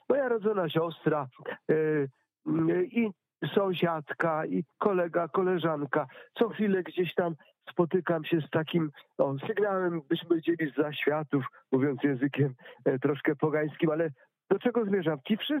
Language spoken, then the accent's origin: Polish; Pomeranian Voivodeship, Poland; born or raised there